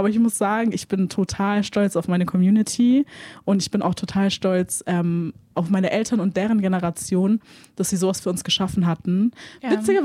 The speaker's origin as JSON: {"language": "German", "town": "Esslingen", "region": "Baden-Württemberg", "country": "Germany", "first_language": "Tigrinya", "second_language": "German", "said": "ich komme ja jetzt aus Esslingen oder auch im Kreis Stuttgart"}